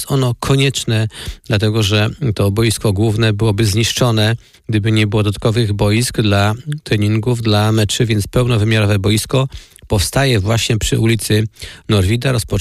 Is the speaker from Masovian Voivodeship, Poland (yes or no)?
yes; Rybno, Masovian Voivodeship, Poland; Tak, ja pochodzę z ziemi sochaczewskiej, z gminy Rybno